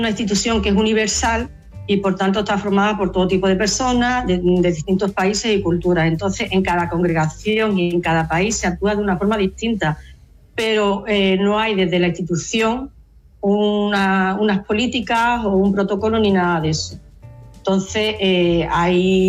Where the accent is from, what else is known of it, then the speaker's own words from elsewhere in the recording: Seville, Andalusia, Spain; A Sevilla, yo soy de Sevilla.